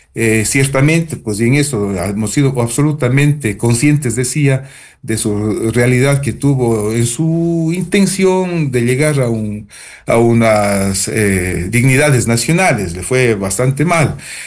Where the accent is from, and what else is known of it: Cuenca, Azuay, Ecuador